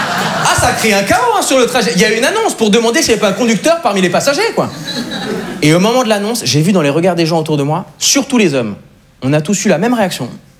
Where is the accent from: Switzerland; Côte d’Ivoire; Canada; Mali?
Switzerland; now in France; Je suis pas parisien, je suis pas français. Moi, en réalité, je suis suisse.